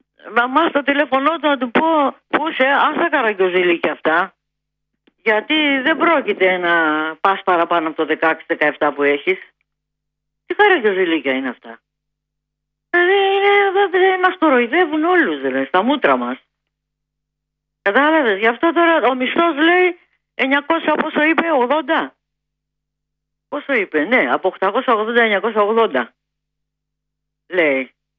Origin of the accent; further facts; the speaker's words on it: Pangrati, Attica, Greece; born there; Γεννήθηκα στο Παγκράτη